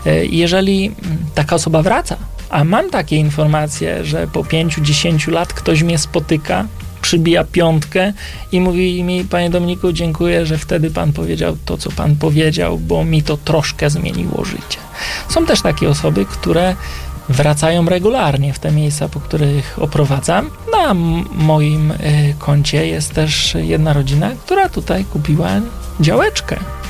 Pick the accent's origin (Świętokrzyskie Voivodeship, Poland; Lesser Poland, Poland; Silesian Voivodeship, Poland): Świętokrzyskie Voivodeship, Poland; Kielce; No bo daje mi jakiś obcy facet wizytówkę z zamku, a ja jestem z Kielc.